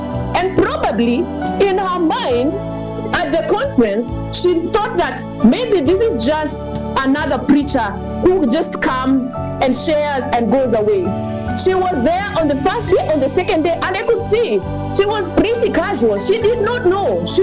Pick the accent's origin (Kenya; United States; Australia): Kenya; It is a lesson to me as a Kenyan